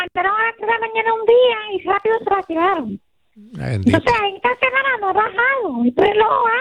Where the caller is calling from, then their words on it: San Juan, Puerto Rico; donde yo vivo en un barrio vivo en Cooperativa Villa